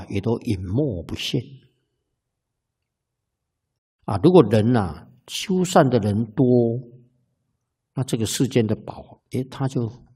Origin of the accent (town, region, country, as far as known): China